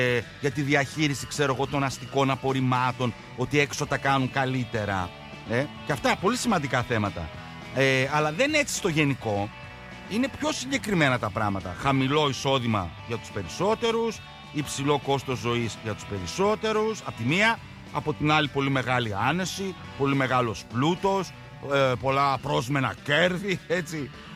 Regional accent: Greece

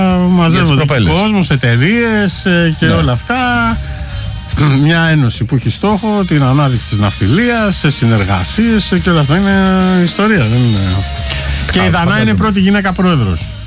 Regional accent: Piraeus, Attica, Greece; Εδώ πέρα είναι η πόλη μου, εδώ μεγάλωσα, γεννήθηκα.

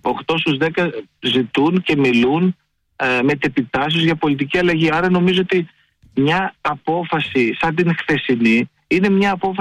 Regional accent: Agrinio, Western Greece, Greece; Εγώ γεννήθηκα στο Αγρίνιο.

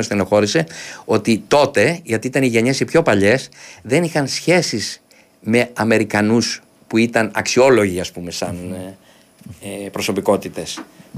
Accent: Greece; moved away; also born or lived in New York

